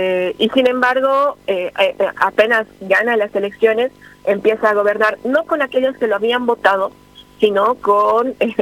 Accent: Bolivia; now in Argentina; hemos convocado como comunidad boliviana en Argentina

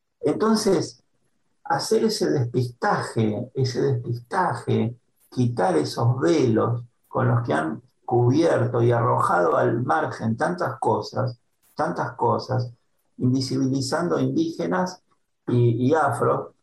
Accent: Argentina; nosotros, como argentinos

